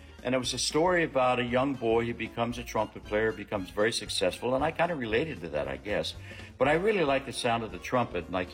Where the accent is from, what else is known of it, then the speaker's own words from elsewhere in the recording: Philadelphia, Pennsylvania, United States; As a young man, young boy, really, growing up in South Philadelphia